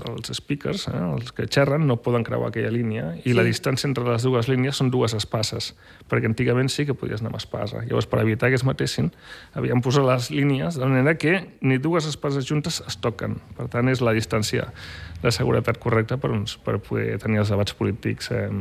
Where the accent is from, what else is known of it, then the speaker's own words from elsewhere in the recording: Barcelona, Catalonia, Spain; moved away as an adult; also born or lived in Scotland; now in London, United Kingdom; quan estava allà dalt vivint em deien d'on ets, Barcelona